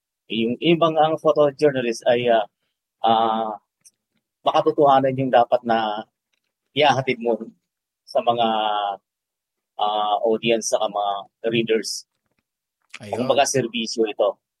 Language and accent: Tagalog; Mindanao, Philippines; By the way, I'm from Mindanao.